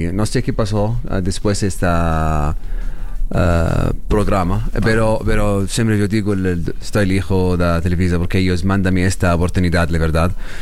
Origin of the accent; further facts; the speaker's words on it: Medellín, Antioquia, Colombia; Sí, sí, sí. Yo veo, soy de Medellín, Colombia.